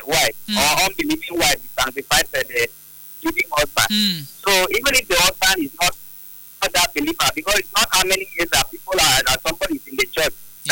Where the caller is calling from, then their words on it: Tanzania; I'm calling from Tanzania